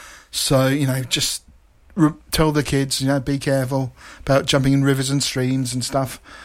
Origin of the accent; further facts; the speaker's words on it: United Kingdom; That's what being British is all about, isn't it?